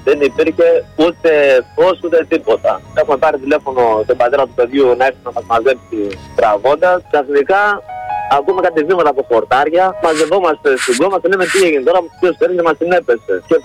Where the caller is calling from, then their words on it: Petroupoli, Attica, Greece; από την Πετρούπολη.